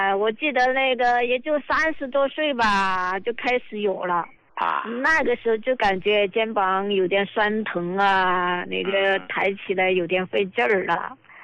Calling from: Chongqing, China; 我是重庆这边的患者

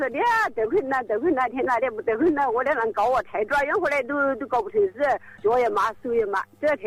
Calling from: Hong'an County, Hubei, China; 我是红安县布火镇张火楼主

